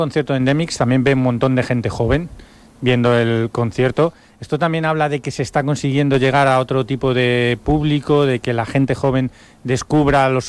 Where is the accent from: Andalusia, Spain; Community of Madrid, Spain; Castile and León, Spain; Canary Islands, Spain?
Community of Madrid, Spain; Madrid; Porque yo no soy de aquí, soy de Madrid